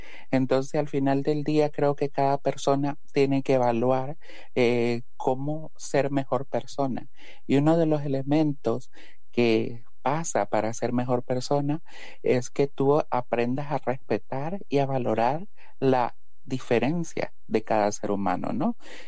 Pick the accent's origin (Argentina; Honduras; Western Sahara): Honduras; moved away; Me vengo de Honduras dejando todo atrás y aquí también he encontrado mucha, mucha persecución, ¿no?